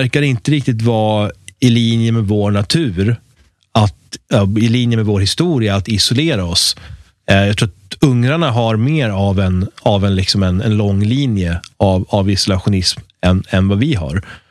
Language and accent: Swedish; Sweden